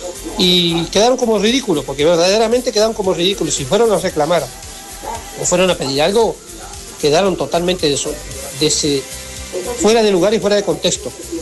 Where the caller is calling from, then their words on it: Victoria, Argentina; No soy del partido, no lo conozco a David como soy de Victoria.